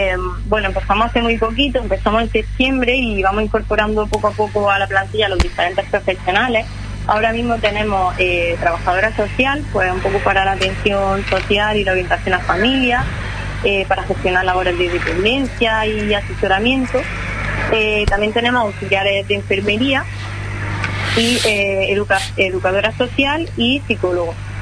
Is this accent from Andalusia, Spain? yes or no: yes; Balanegra, Andalusia, Spain; Yo es que estoy de Bala Negra.